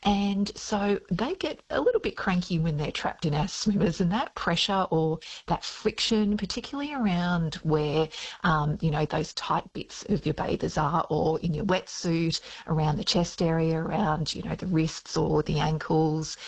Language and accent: English; Victoria, Australia; You can tell I'm from Victoria because I say the word bathers instead of swimmers as well.